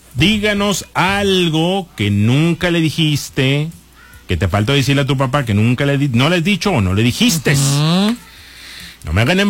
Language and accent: Spanish; Germany; born there; Spanish is a second language; Soy alemán, todo el mundo sabe que yo nací en Alemania, pero, me identifico mucho con ustedes